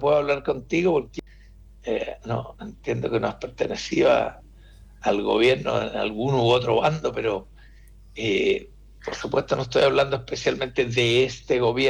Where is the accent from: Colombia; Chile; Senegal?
Chile; acá tenemos esa idea de que somos los ingleses de Latinoamérica y que no robamos tanto, pero eso era yo cuando yo era chico, digamos, y yo trabajé en Argentina